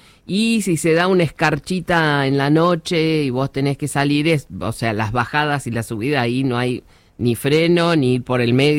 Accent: Buenos Aires, Argentina; moved away as an adult; now in Tierra del Fuego, Argentina; soy de Capital Federal

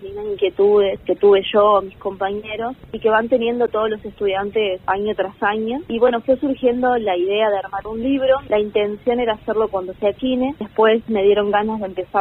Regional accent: María Grande, Entre Ríos, Argentina; moved away as an adult; now in Villaguay, Argentina; Soy de María Grande y yo estoy en la curso en la UNER, está en Villaguay, vivo en Villaguay.

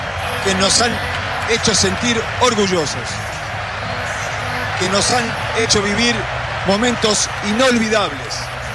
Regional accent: Argentina; nosotros los argentinos

